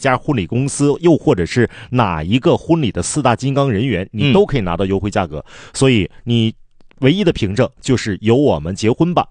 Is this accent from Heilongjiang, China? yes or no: yes; Harbin, Heilongjiang, China